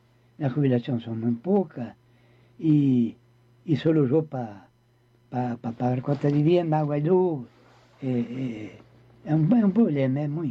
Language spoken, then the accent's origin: Spanish; Rio Grande do Sul, Brazil; somos gaúchos. Claro. Somos de Río Grande del Sur.